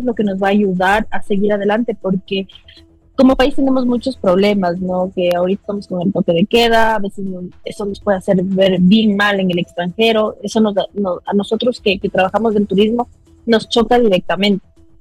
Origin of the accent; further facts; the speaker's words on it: Ecuador; nosotros mismos los ecuatorianos no vemos lo lindo que tenemos